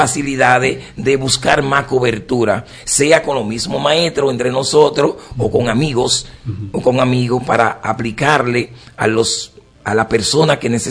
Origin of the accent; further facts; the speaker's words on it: Dominican Republic; pero ante todo como dominicano, como miembro de comunidades.